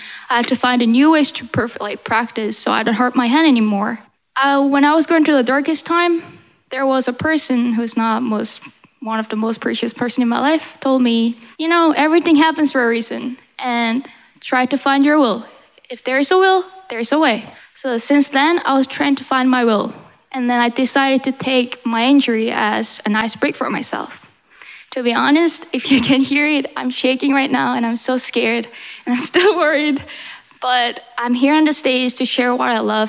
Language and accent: English; Atlanta, Georgia, United States; now in New York, United States; I'm 18 years old, violinist from Atlanta, Georgia. It says I'm from New York, but I go to school in New York, but I'm from Atlanta, Georgia.